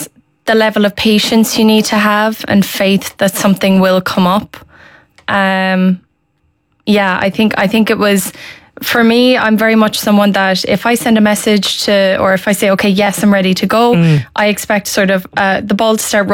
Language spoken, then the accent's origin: English; Cork, Munster, Ireland; now in Dublin, Ireland; I'm originally from Cork.